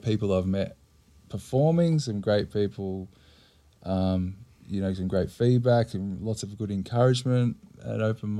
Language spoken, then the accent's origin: English; Melbourne, Victoria, Australia; So I grew up in Croydon South, out in the east. And shortly after uni, nicked off to London and over to overseas to do a bit of travelling.